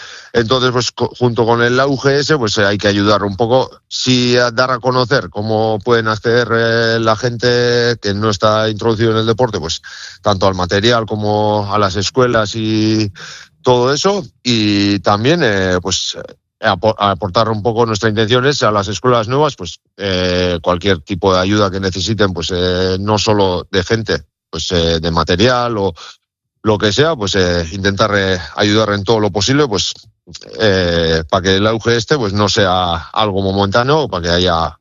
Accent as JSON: {"language": "Spanish", "town": "Markina-Xemein", "region": "Basque Country", "country": "Spain", "tie": "born or raised there", "said": "yo también vengo de Markina, que es un pueblo pues que está muy unido a la cesta punta. Medio pueblo es americano."}